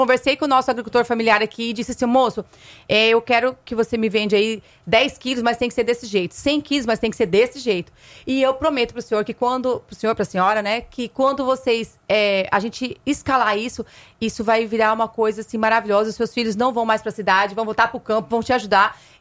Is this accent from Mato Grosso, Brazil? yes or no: yes; Cuiabá, Mato Grosso, Brazil; now in Alagoas, Brazil; Nós somos de Cuiabá, Mato Grosso